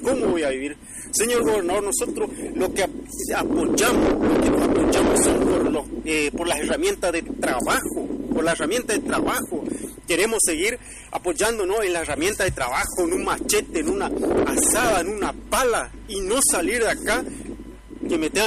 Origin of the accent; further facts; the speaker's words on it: Colonia Elisa, Chaco, Argentina; yo soy de la provincia del Chaco, yo me encuentro viviendo en esta parcela, soy de Colonia El Cacique, jurisdicción de Colonia Elisa, soy chaqueño